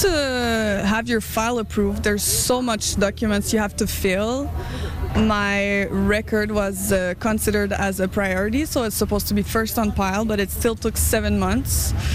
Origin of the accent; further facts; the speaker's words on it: Montreal, Quebec, Canada; 26 years old, mom of three kids. I'm from Montreal.